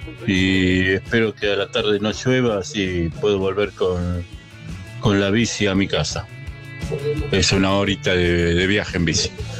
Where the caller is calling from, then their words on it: Lomas del Mirador, Buenos Aires Province, Argentina; de Loma Meador